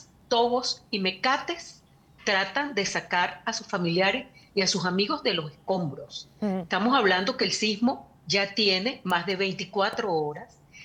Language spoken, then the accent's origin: Spanish; Venezuela; now in Caracas, Venezuela; siempre he vivido en Venezuela. Ah. Nunca he vivido en España y sí, pues estoy en Venezuela, donde he vivido siempre